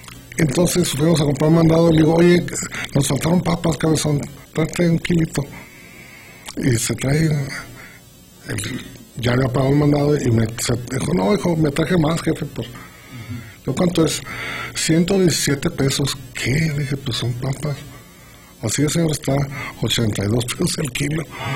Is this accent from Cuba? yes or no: no; Mexico; como somos turistas mexicanos